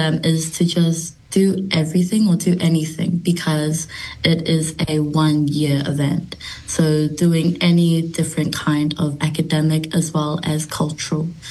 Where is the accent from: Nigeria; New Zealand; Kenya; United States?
New Zealand; growing up in New Zealand, I haven't been able to connect to my Niue culture as much as I want to.